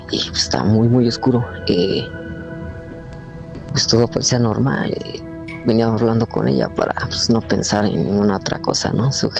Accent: Toluca, State of Mexico, Mexico; Soy de Toluca y no daré muchos detalles donde ocurrió esto

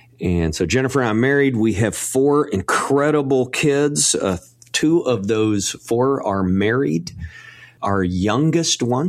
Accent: Texas, United States; born or raised there

